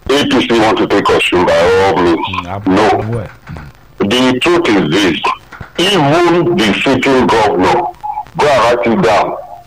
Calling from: Lagos, Nigeria; I'm coming from Lagos.

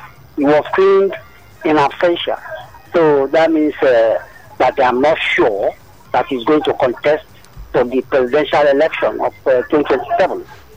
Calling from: Ekiti, Nigeria; I'm calling from Abanja in Ekoti.

